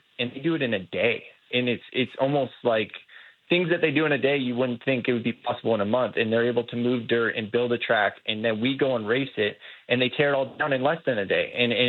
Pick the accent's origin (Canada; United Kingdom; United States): Canada; to kick it off here in my home country, no better place than Calgary, I'd say.